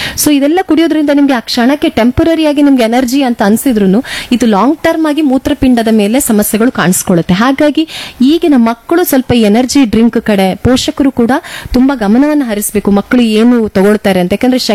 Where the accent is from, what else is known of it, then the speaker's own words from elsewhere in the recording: Karnataka, India; ನಮ್ಮ ಊರಲ್ಲಿ 40 degree Celsius ಇಲ್ಲದೆ ಇದ್ರೂ ಸಹ 35 ಡಿಗ್ರಿ ಸೆಲ್ಸಿಯಸ್ ನಮ್ಗೆ ಸಾಕಾಗ್ತದೆ ಉಡುಪಿ ಮಂಗಳೂರಿನವರಿಗೆ.